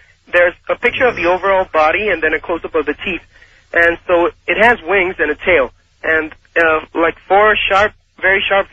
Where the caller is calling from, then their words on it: Tijuana, Baja California, Mexico; This is the first-time caller from Tijuana.